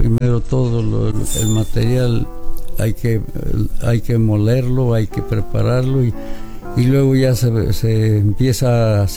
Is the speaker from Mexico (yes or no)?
yes; Acaxochitlán, Hidalgo, Mexico; moved away as an adult; Yo llegué por aquí como en 1967. Soy de Acaxochitlán, Hidalgo, más que mi papá me enseñó este trabajo y trabajaba yo en Zacatlán. Después ya me vine para acá porque me casé aquí